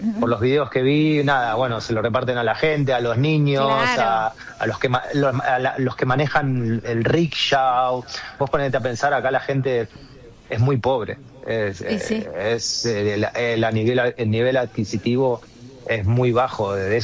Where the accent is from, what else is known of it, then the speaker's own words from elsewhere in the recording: Argentina; now in Bangladesh; Cada vez que decís que sos de Argentina, nada, no lo pueden creer, ¿viste?